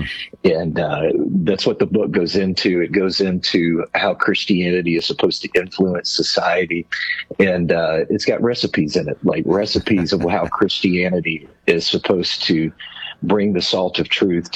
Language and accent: English; Arkansas, United States; I grew up in Arkansas